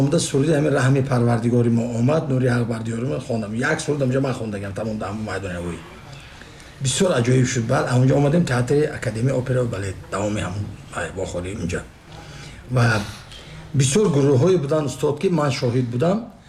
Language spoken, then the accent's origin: Persian; Khorugh, Gorno-Badakhshan, Tajikistan; من همین خاروق هستم گفتم مادر من همین خاروق برای من … من بدخشانی هستم